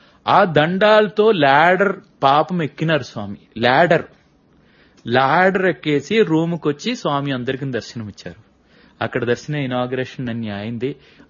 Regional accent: Kerala, India; Telugu is a second language; moved away; నేను అప్పుడు బాల్వికాస్ లో చదువుతున్నాం మా ఊర్లో కేరళలో.

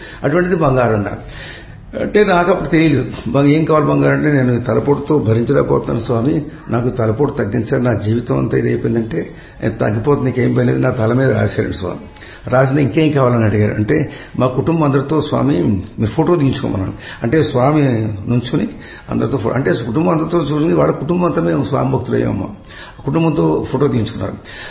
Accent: Kolamuru, Andhra Pradesh, India; also born or lived in Rajahmundry; మా అసలు ఒరిజినల్ గా స్వగ్రామం కోలమూరు

